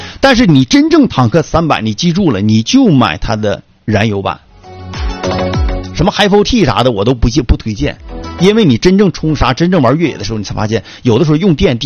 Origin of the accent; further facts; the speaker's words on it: Northeast China, China; 我作为中国人，我必须得捧啊，作为本地人，作为东北人，那我必须得捧啊